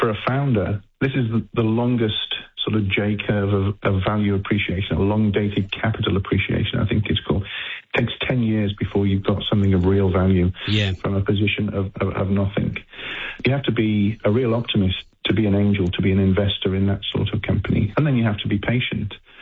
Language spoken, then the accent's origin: English; Liverpool, North West England, United Kingdom; moved away as an adult; now in Australia; Well, you can tell from my accent, I'm not from these parts. I came from Liverpool to Australia